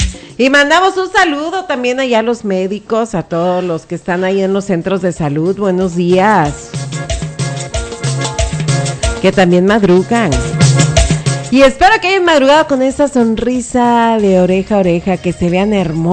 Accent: Nayarit, Mexico; born there; el bello estado de Nayarit? Yo orgullosa y honrada de haber nacido aquí en esta tierra.

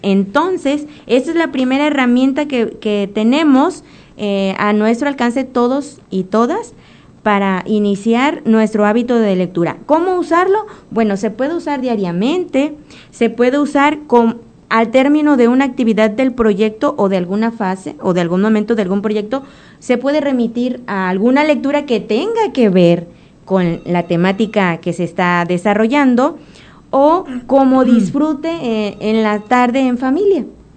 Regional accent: Nayarit, Mexico; nuestra identidad como mexicanos y como nayaritas, por supuesto.

